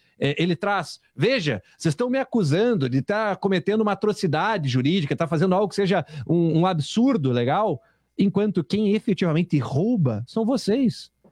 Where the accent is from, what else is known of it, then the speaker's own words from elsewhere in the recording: Brazil; Eu como cidadão, eu como brasileiro